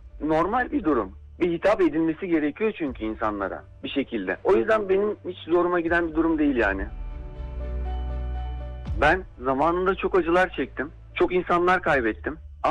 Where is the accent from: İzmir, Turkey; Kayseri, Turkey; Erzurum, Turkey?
İzmir, Turkey; born there; İzmir doğumluyum.